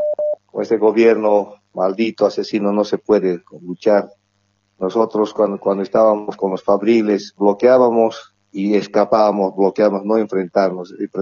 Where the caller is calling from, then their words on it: Cochabamba, Bolivia; de aquí, de la ciudad de Cochabamba.